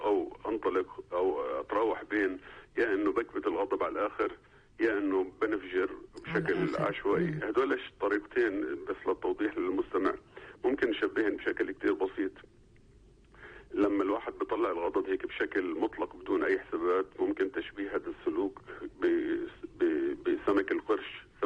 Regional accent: Palestine; وإحنا كشعب فلسطيني

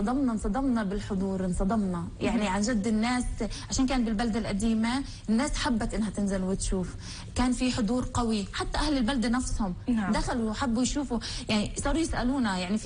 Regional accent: Palestine

